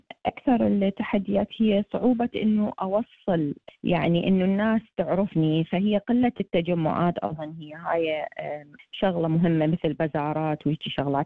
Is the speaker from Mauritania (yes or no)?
no; Iraq; moved away